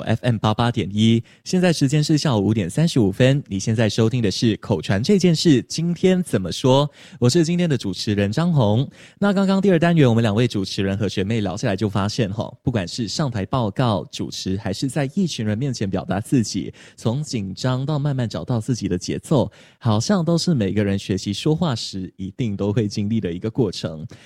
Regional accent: Malaysia; 是跟我同样一样来自马来西亚

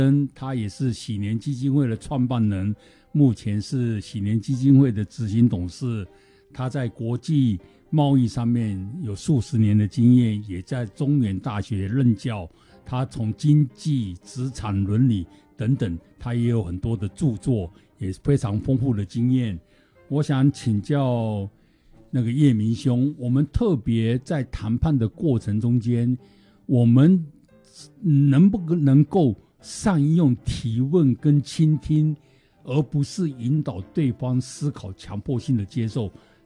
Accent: Taiwan; 我们台湾话有讲说

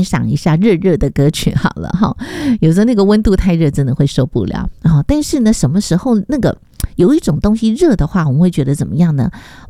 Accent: Taiwan; 我们台湾人真的很喜欢去日本

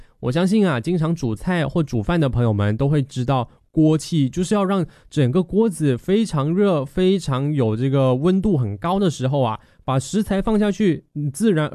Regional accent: Malaysia; now in Taiwan; 因为今天在介绍的都是我的家乡美食，马来西亚的国民必吃美食啦。所以呢，这一次的暑假回去呢，我绝对会要把我今天介绍的这些食物呢，通通都吃一遍

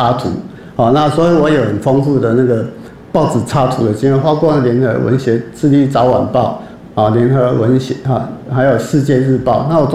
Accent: Keelung, Taiwan; 我是基隆海边出生的，就征兵渔港，现在那个彩色屋旁边就是我小时候住的地方。那我妈妈那边的家族是基隆渔船蔡川业。

